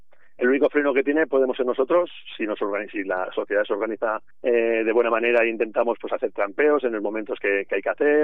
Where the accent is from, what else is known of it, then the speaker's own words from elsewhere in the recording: Castellón province, Valencian Community, Spain; yo soy del pueblo de Salquerías, Salquerías del Niño Perdido.